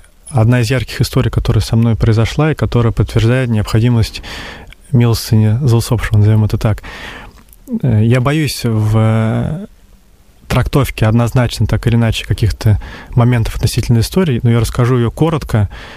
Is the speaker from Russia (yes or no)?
yes; Inzhavino, Tambov Oblast, Russia; now in Moscow, Russia; я упоминаю, что я из Тамбовской области, он говорит: «О, из Тамбова откуда? Инжавина знаешь?» Я говорю: «Инжавина знаю, я оттуда родом».